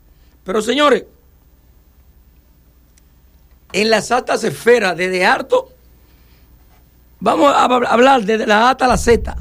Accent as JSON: {"language": "Spanish", "region": "Pedernales", "country": "Dominican Republic", "tie": "born there", "said": "lo que nacimos en Pedernales"}